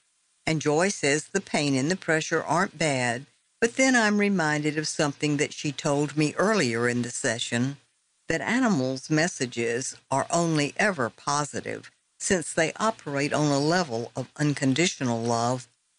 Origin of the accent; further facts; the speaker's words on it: Tuscaloosa, Alabama, United States; I was raised in Tuscaloosa in the 80s, so my memories of the Crimsonettes are dated.